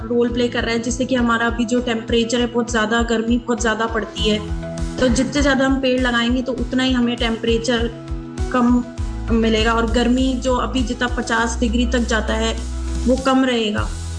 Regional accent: Jaipur, Rajasthan, India; मैं जयपुर से बिलोंग करती हूँ

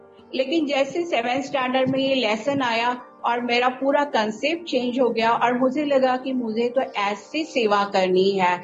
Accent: Mumbai, Maharashtra, India; तो मैं तो महाराष्ट्र मुंबई से बिलोंग करती हूँ

